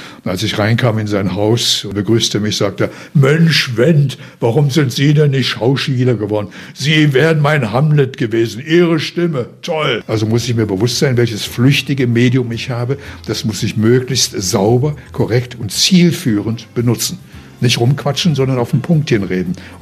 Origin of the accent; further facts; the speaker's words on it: Harz, Germany; Ich bin im Harz aufgewachsen